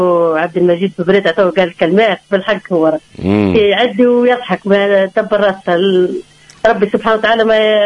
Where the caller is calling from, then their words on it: Ben Gardane, Medenine, Tunisia; بن قردان.